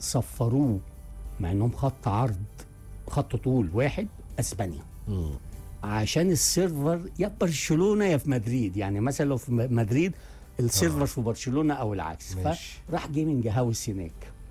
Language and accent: Arabic; Egypt; قلت له مستر ايجيبت. انا اللي مستر ايجيبت.